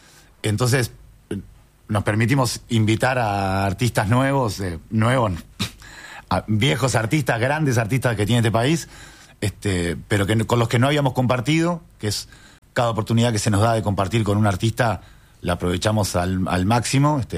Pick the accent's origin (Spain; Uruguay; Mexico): Uruguay; Montevideo; nosotros somos de Montevideo